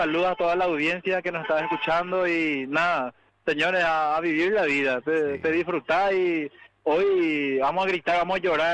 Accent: Paraguay; Entonces, como paraguayos, no se achiquen ante el mundo, seamos grandes en nuestras acciones

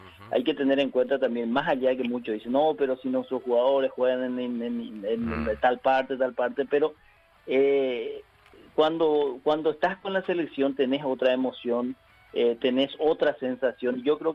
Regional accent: Paraguay; muchos de los que hoy somos paraguayos.

